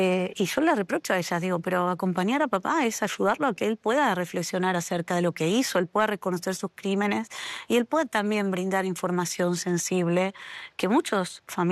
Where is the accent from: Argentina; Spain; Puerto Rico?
Argentina